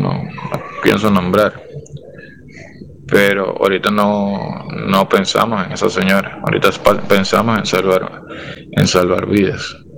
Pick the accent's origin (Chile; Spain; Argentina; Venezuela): Venezuela